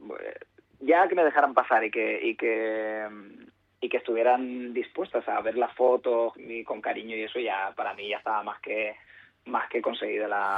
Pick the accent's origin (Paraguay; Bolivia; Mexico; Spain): Spain; Sant Pere de Ribes, Catalonia; Yo soy de Sant Pere de Ribes.